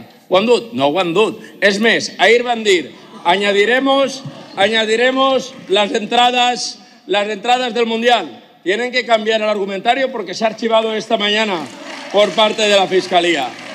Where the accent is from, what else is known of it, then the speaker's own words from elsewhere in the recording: Valencian Community, Spain; és un dia per sentir l'orgull de ser valencià